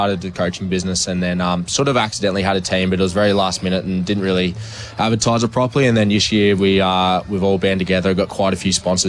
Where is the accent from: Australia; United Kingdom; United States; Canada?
Australia; Melbourne, Victoria; So I'm a Melbourne boy, and I was, got a few training tracks up here.